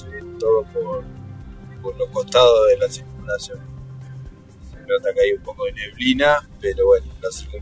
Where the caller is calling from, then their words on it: Alvear, Santa Fe, Argentina; de Alvear.